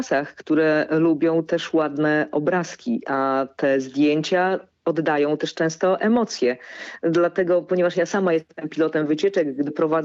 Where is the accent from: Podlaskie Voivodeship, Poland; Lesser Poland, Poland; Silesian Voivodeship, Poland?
Podlaskie Voivodeship, Poland; ja jestem z urodzenia i zamieszkania Podlasianką.